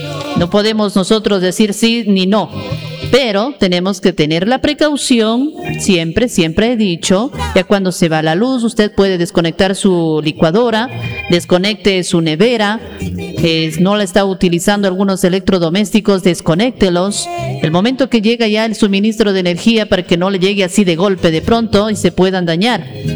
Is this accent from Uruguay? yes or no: no; Ecuador; nosotros como ecuatorianos debemos de estar precavidos.